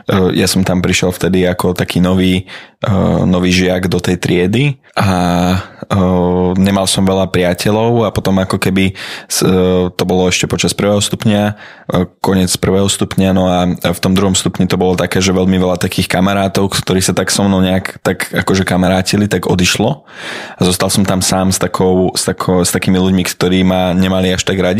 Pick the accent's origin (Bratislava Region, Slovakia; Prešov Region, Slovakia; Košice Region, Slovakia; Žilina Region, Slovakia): Bratislava Region, Slovakia; Bratislava; Som Bratislavčan, žijúci v Petržalke, som po novom už pracujúci, čiže nedávno som skončil vysokú školu a som ženatý.